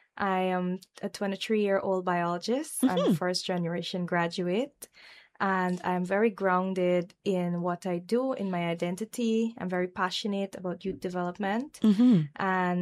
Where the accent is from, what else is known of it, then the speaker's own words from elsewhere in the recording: Pakuri, Demerara-Mahaica, Guyana; Well, I'm from Pakuri, St. Cuthbert's Mission. That is the only titled village in Region 4. I was born there to my parents … I'm the third of five children. And I left the village